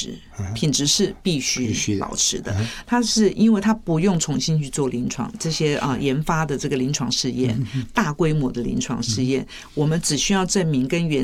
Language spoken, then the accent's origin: Chinese; Taiwan; 这个是很大的迷思就是我们台湾人讲一句话叫做贵也较好